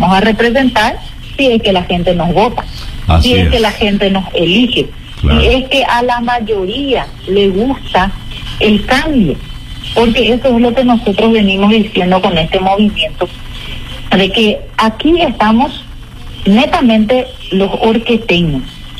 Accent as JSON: {"language": "Spanish", "country": "Paraguay"}